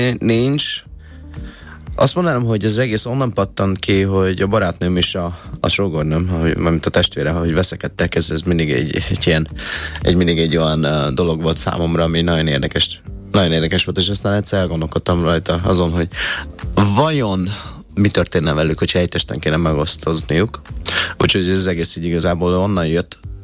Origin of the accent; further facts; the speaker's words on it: Hungary; én, mint kínai, magyar kínai, és sem tudom, melyiket rakjam előre.